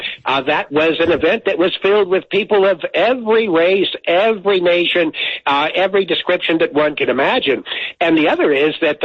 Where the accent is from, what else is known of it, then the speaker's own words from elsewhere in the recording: California, United States; also born or lived in Indiana; I was born in the Indiana, grew up in California. I was weaned and taught to speak by television, and so that is my indigenous accent, to wit, CBS 1960.